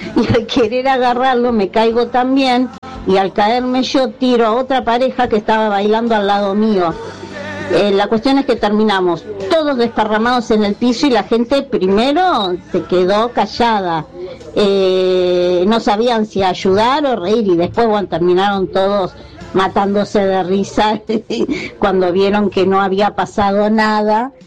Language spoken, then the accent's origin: Spanish; Buenos Aires, Argentina; soy de Parque Avellaneda, Capital.